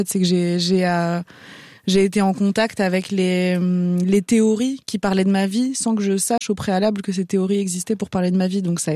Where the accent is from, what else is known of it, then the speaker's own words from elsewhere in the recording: Algeria; born there; je suis née en Algérie pendant la guerre civile, donc de toute façon, j'étais pas trop censée être là non plus.